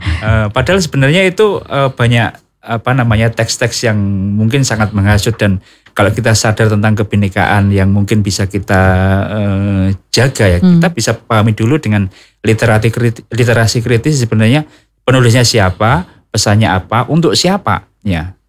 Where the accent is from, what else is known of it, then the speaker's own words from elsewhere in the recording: Rembang, Central Java, Indonesia; tapi saya orang Rembang